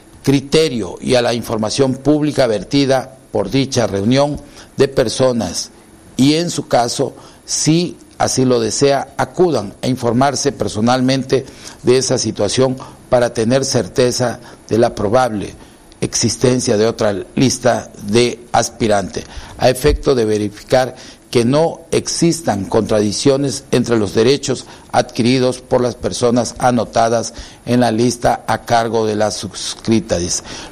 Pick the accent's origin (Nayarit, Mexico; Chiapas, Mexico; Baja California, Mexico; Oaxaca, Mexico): Chiapas, Mexico; bendiga a mi tierra de Chiapas